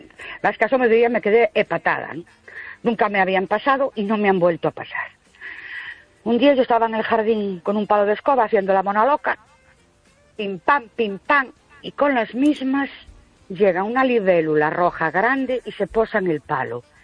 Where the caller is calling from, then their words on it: Ourense, Galicia, Spain; Buenas noches … de Ourense.